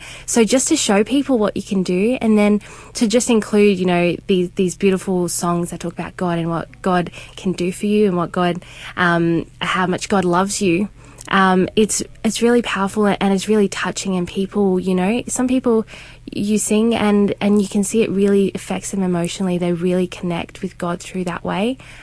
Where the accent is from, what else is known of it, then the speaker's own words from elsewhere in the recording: Adelaide, South Australia, Australia; I'm originally from Adelaide. Well, I moved to Adelaide when I was 11, so Adelaide is definitely my hometown for sure.